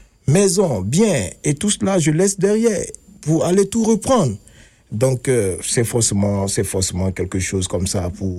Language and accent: French; Bongouanou, Lacs, Côte d’Ivoire; moved away as an adult; now in Manitoba, Canada; Je suis originaire de la Côte d'Ivoire, comme vous l'avez dit tantôt. Je suis Agni. Nous sommes le peuple qui vient du Moronou. Voilà, je viens de Bongouanou.